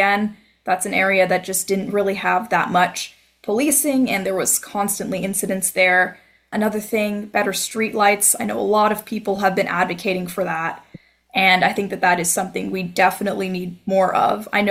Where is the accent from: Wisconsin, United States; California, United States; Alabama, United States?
California, United States; Not that new. I'm from the Bay Area, but it still felt like a foreign place